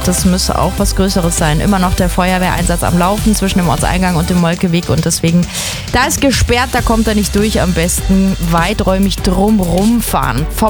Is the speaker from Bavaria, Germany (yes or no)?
yes; Bavaria, Germany; Ich als Bayerin